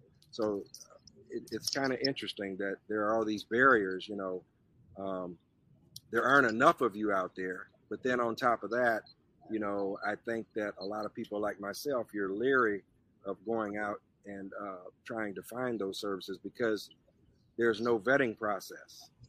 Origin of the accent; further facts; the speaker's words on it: Indiana, United States; now in Florida, United States; I'm originally from Indiana, but when I came down here in 2019, I could not believe the number of Baker Acted young people.